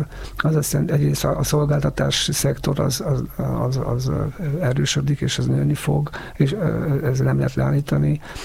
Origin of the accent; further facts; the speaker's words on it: Zalaegerszeg, Zala, Hungary; amit én ismerek, mert zalaegerszegi vagyok, és az zalaegerszeg mellett megy az a vonal